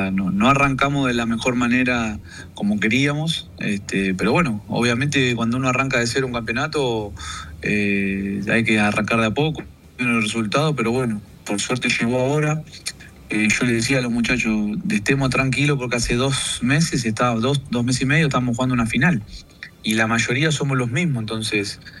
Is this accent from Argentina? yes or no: yes; Argentina; no solo como argentino, imagino todo el mundo debe estar medio en shock, nosotros como argentinos obviamente